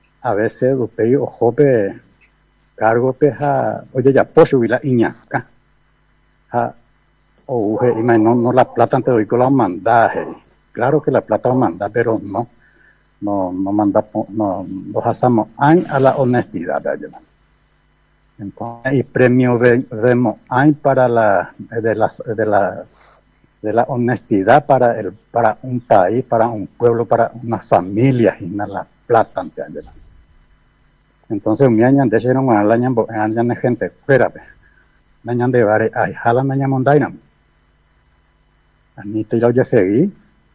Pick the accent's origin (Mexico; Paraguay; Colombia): Paraguay; como paraguayo, como pueblo paraguayo